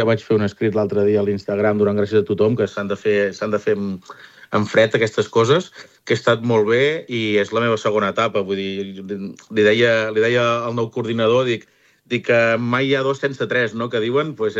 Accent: Vilablareix, Catalonia, Spain; soc de Vilablareig, ho tinc aquí al costat

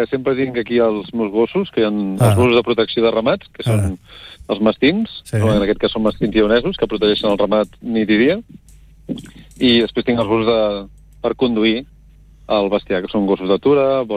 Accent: Barcelona, Catalonia, Spain; born there; moved away; com que l'accent em delata, que soc nascut a Barcelona

